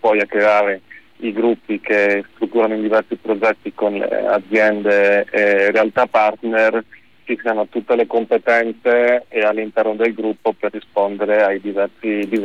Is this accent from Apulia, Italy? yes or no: no; Friuli-Venezia Giulia, Italy; moved away as an adult; E siccome anche sono sempre stato fuori regione, sono friulano. E dopo la fine delle superiori sono stato parecchio in giro, e questa è stata un po' l'occasione per questi spericolati per me per ritornare sia in regione